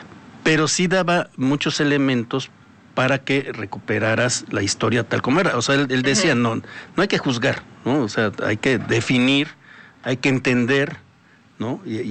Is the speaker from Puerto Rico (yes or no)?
no; Mexico; Pero creo que vivo acá, ¿no? Y tengo una tarea, ¿no? Como mexicano, ¿no?